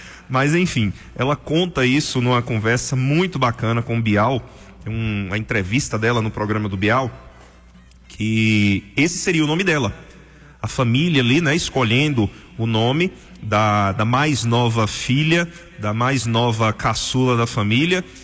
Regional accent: São Paulo, Brazil; born there; A capital também que eu sou apaixonado, minha terra, onde eu nasci. E apesar de ter vivido lá pouquíssimo tempo, mas eu tenho uma paixão inexplicável por São Paulo.

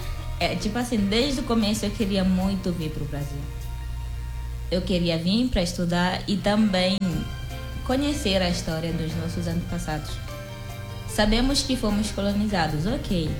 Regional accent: Guinea-Bissau; moved away as an adult; now in Guanambi, Brazil; sou africana de Guiné-Bissau. Tenho 20 anos e atualmente eu estou vivendo aqui. Estou aqui em Guanambi, na verdade no Brasil, há 4 meses já.

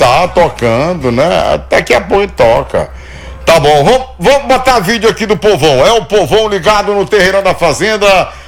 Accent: Bacabal, Maranhão, Brazil; lá da minha cidade, não? Bacabal

